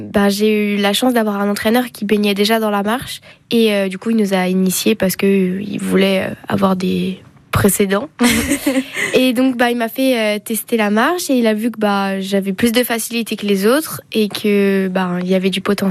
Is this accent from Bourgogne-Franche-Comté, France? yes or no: yes; Bourgogne-Franche-Comté, France; Je viens de Doran, le petit village dans le territoire de Belfort, et j'ai 19 ans, bientôt 20